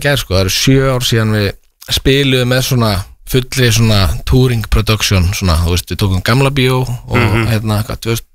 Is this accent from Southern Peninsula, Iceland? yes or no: yes; Keflavík, Southern Peninsula, Iceland; ég er úr Keflavík